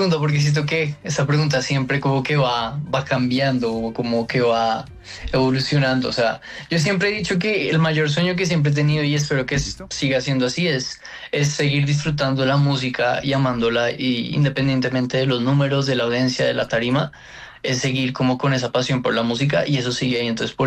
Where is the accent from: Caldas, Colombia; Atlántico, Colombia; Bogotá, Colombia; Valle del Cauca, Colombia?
Bogotá, Colombia; me crié aquí en Bogotá